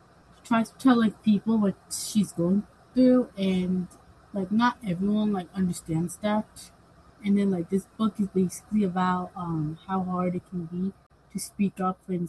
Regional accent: Hudson, New York, United States; I'm 15. I'm 12 years old, and I'm also from Hudson.

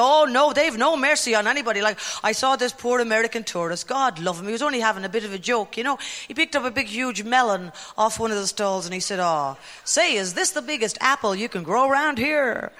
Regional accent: Dublin, Leinster, Ireland; born there; I was born in Dublin, which was handy because it was near my parents. They weren't too thrilled. Another one, they thought. You know, I come from a big, huge Irish Catholic family.

